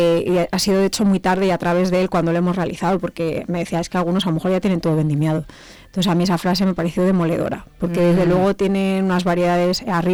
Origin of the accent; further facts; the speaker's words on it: Toro, Castile and León, Spain; Yo soy de Toro